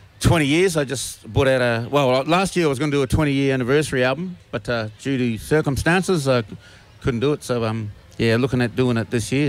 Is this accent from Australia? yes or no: yes; South Australia, Australia; I'm Narunga, which is the York Peninsula. Okay. And on my mother's side, I'm Adyamatna, from the Flinders Ranges. I actually live in the Flinders Ranges.